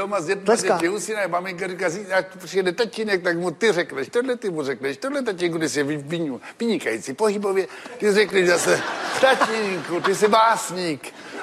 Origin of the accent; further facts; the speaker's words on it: Moravia, Czechia; Tak já jsem moravský ještě s moravským srdcem.